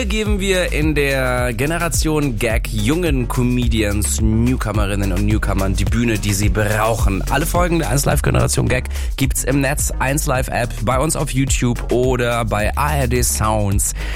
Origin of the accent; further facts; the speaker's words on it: Munich, Bavaria, Germany; born there; moved away as an adult; now in Cologne, Germany; Ich komme aus München, gebürtig